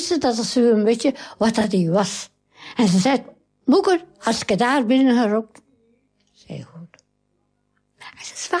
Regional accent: Denderleeuw, Flanders, Belgium; Nee, of nee? Ik ben van Denderleeuw.

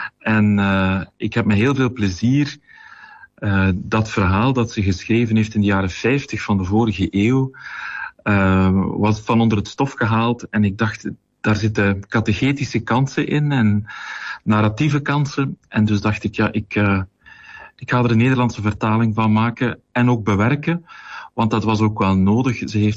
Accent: Kortrijk, Flanders, Belgium; Heel kort … ik ben afkomstig uit Kortrijk, gehuwd, vader van 3 bijna volwassen zonen

